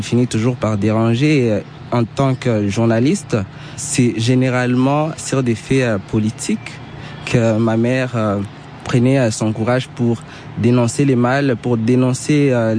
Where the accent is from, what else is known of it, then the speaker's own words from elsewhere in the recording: East, DR Congo; first language Swahili; French is a second language; now in Kinshasa, Congo DR; Oui, le Swahili, je viens de l'Est, donc l'Est, c'est le Swahili, comme ici à l'Ouest, à Kinshasa, c'est les Lingala.